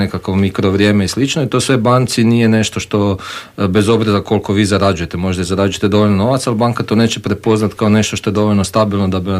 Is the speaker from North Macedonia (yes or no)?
no; Croatia; kod nas u Hrvatskoj.